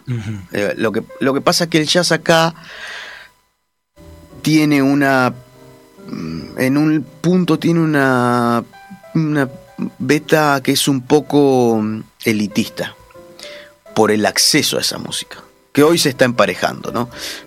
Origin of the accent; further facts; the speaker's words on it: Argentina; Pero en mi pueblo, yo cuando crecí en los años 90, mi adolescencia, infancia, adolescencia, no sé... nadie escuchaba, nadie conocía.